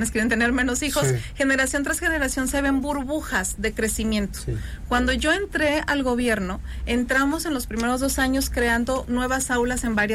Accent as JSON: {"language": "Spanish", "town": "Cuauhtémoc", "region": "Colima", "country": "Mexico", "tie": "born or raised there", "said": "yo soy de una comunidad, vengo de un municipio pequeño, de su cabecera municipal, Cuauhtémoc, crecí mucho en Buenavista y Alcaraces, que son las comunidades de mis papás"}